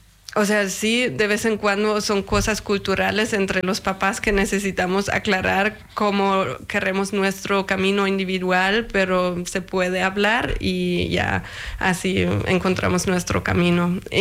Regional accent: Germany; Pues, o sea, para mí como alemana, en todas las fiestas hay una piñata que rompen los niños y salen los dulces, ¿no?

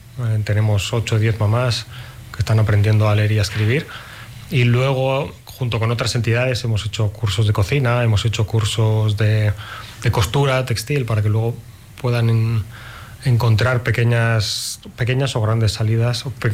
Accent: Soria, Castile and León, Spain; yo me acuerdo cuando era pequeño en Soria, pues al final nos criábamos en la calle y estábamos en casa el mínimo tiempo posible.

